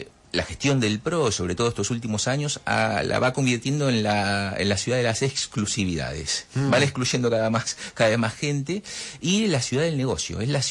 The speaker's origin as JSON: {"language": "Spanish", "town": "Mar del Plata", "region": "Buenos Aires Province", "country": "Argentina", "moved": "as an adult", "lives_now": "Buenos Aires, Argentina", "said": "Yo soy de Mar del Plata, vine a vivir a Buenos Aires hace 20 años."}